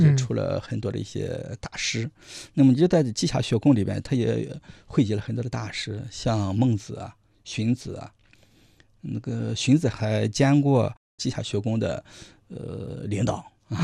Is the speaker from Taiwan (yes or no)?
no; Shandong, China; 它对中国历史的发展非常非常之重要，而且离我的老家很近啊。